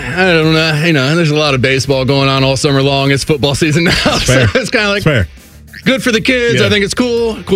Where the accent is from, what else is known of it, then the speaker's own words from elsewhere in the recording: Oroville, California, United States; born there; Yeah, I grew up on Dairy Queen. That was our fast food restaurant in Oroville that we ate at all the time.